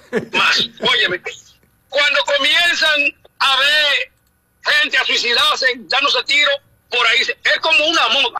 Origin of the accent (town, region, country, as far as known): Dominican Republic